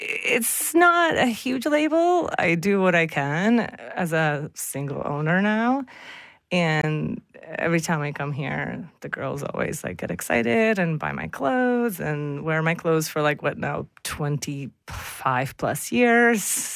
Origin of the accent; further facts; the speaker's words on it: Bratislava, Bratislava Region, Slovakia; I mean via Toronto, but I was born in Bratislava and raised, yes.